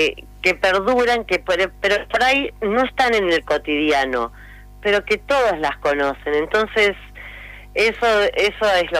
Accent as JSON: {"language": "Spanish", "country": "Argentina", "said": "Sí, porque nada, no nos quedamos quietas, somos mujeres, somos argentinas, entonces es imposible quedarse quietas."}